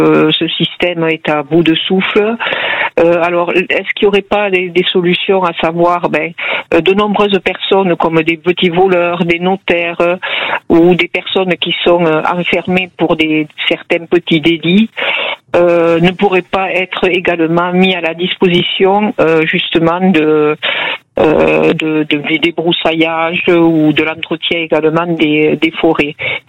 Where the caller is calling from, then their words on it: Saint-Juéry, Occitanie, France; De Saint-Juéry, à côté d'Albi.